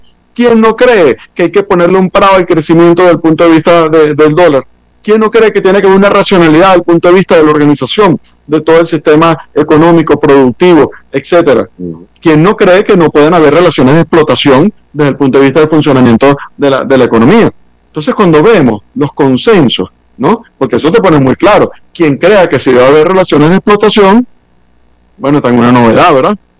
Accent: Venezuela

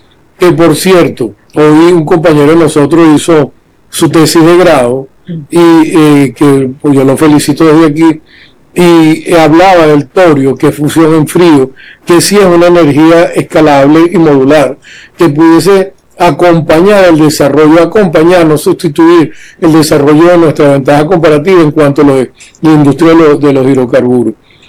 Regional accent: Miranda, Venezuela; Yo mismo me crié y crecí en el IBIC

